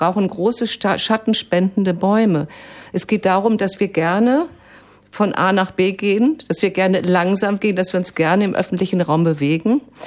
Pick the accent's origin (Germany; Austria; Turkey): Germany; Frankfurt, Hesse; Also ich komme zum Beispiel aus Sachsenhausen, da sind verschiedene, da gibt es noch diese Struktur.